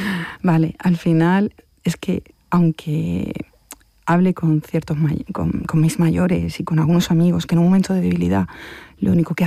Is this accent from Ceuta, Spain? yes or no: yes; Ceuta, Spain; now in Murcia, Spain; mi pueblo está asustado, está acostumbrado a la inmigración, está acostumbrado a que Ceuta sea un punto fronterizo con frontera terrestre, con África, está en el continente africano